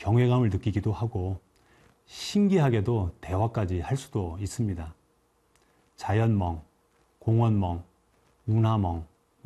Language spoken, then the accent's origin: Korean; South Korea; 저는 용감하게 전속 밴드에 다가가서 내가 한국에서 왔는데 한국어로 노래하고 싶은데 괜찮을까요?